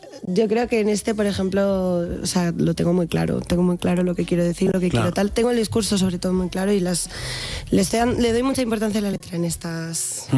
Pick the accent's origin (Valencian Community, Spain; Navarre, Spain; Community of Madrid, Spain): Community of Madrid, Spain; Madrid; Y me ha costado mucho reencontrarme como o aceptarme o creerme a mí misma como madrileña, ¿sabes?